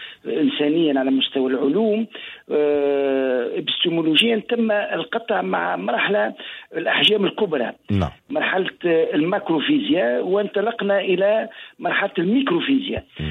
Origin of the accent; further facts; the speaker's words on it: Tunisia; في جهتنا بالصقلبة